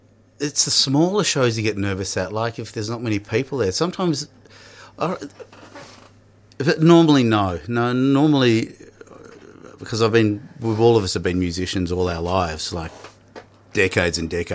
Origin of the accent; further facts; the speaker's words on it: Melbourne, Victoria, Australia; I grew up in St. Albans.